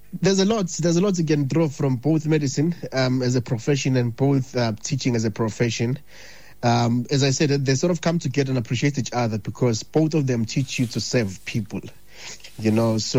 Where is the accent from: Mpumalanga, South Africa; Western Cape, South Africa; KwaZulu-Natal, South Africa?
KwaZulu-Natal, South Africa; Ladysmith; I grew up in Ladysmith, attending in township and rural schools, where resources were very, very limited